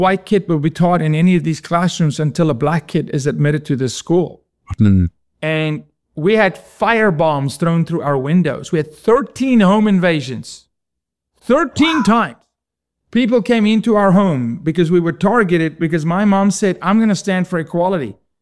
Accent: Johannesburg, Gauteng, South Africa; I'm from the what's called the East Rand. So think of the Bronx, because I'm from Johannesburg.

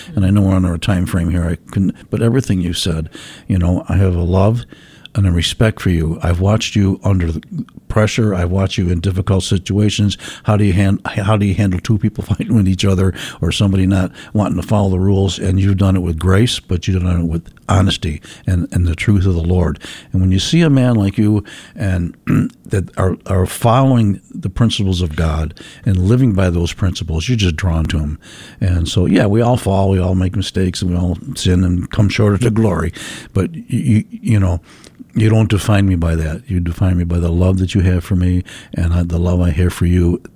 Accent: Buffalo, New York, United States; I had my name tag on, New York. I'm from Buffalo, New York, you know.

